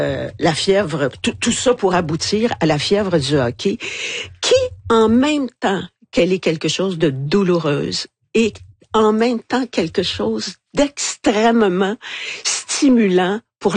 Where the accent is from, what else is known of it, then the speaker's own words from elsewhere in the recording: France; moved away; j'ai beaucoup d'atomes crochus avec la France et je suis moi-même française.